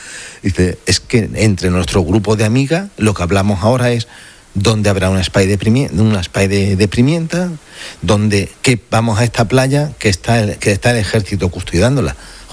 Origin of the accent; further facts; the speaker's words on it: Ceuta, Spain; Yo soy de Ceuta, nacido en Ceuta, nos hemos criado siempre mezclados.